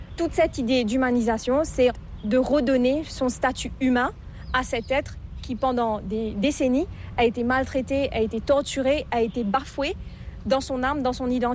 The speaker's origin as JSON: {"language": "French", "country": "Mauritius", "first_language": "Mauritian Creole", "second_language": "French", "said": "anglais, français et en créole mauricien, surtout le créole mauricien. Oui. Parce que le créole, c'est notre langue maternelle. C'est un héritage qui nous vient de l'esclavage, de la période de l'esclavage"}